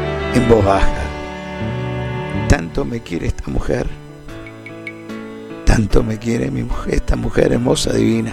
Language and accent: Spanish; Carcarañá, Santa Fe, Argentina; De mi barrio, de donde vengo, de mi pueblo, que es Carcarañá.